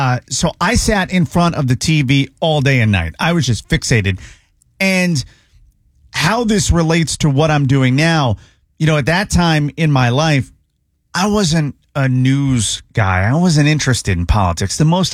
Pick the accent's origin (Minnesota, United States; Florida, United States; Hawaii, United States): Florida, United States; born there; And my whole family is from New York. Like, New York is in my blood. I was born here in Florida, but just it's always been New York.